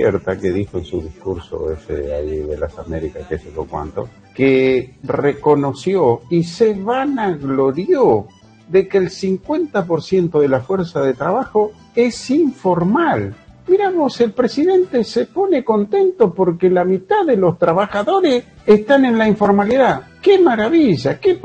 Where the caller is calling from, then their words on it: Morón, Buenos Aires Province, Argentina